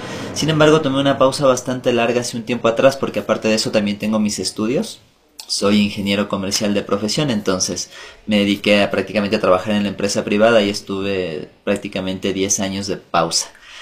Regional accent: Quito, Pichincha, Ecuador; soy artista quiteño, artista, cantautor, compositor quiteño.

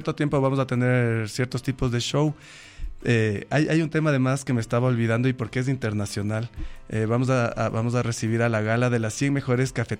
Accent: Quito, Pichincha, Ecuador; como quiteños y ecuatorianos

